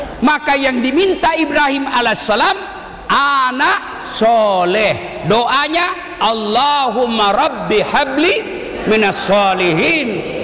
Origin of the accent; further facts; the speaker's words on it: South Sulawesi, Indonesia; kami orang Bugis